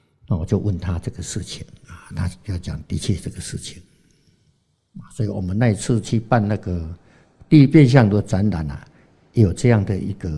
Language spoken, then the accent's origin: Chinese; Taiwan; accent: Taiwanese accent; 我们是台湾口音的讲台语的